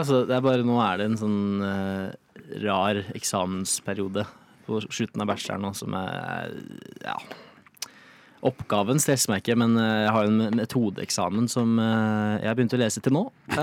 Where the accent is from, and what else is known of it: Heggedal, Akershus, Norway; born or raised there; moved away